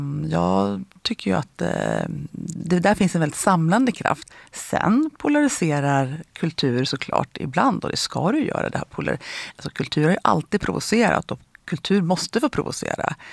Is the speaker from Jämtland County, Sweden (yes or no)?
yes; Frösön, Jämtland County, Sweden; Jag är ju från Frösön